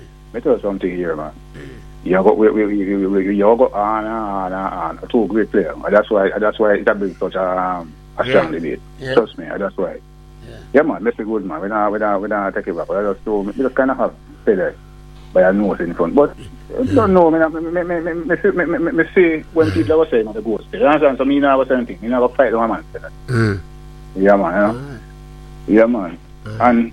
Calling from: Jamaica; I'm Jamaican

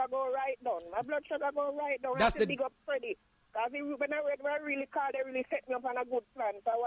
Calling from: Hollywood, Florida, United States; I'm calling from Florida.

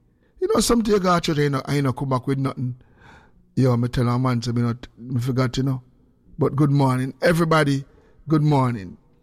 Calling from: Chicago, Illinois, United States; I'm listening from Chicago.

